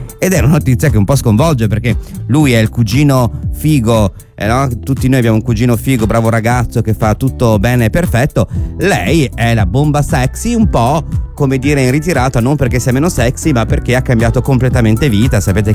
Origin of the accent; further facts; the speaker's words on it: Lombardy, Italy; parrebbe che il mio paese, in provincia di Varese